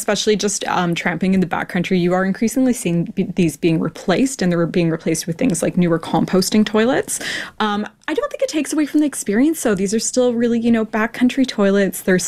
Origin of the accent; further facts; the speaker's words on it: Canada; Ultimately, this is also a cultural difference because as a Canadian, it kind of offends my sensibilities to even use the word toilet.